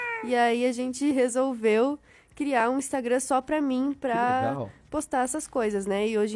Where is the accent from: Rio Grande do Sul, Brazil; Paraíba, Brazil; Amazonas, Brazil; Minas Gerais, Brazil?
Rio Grande do Sul, Brazil; São Marcos; now in Farroupilha, Brazil; sou natural de São Marcos, mas São moro Marcos. Em Farroupilha há muitos anos.